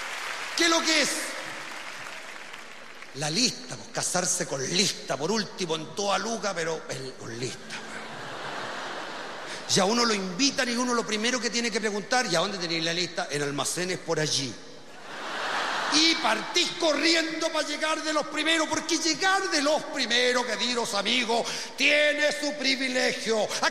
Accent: Purén, Araucanía, Chile; moved away; mi infancia en Purén, disfrutando del verano en ese río, el río de Purén

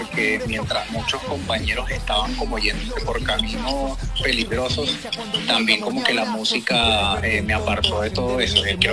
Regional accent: Caracas, Capital District, Venezuela; yo nací en Caracas, que en su momento llegó a ser una de las ciudades más peligrosas del mundo, de Latinoamérica.

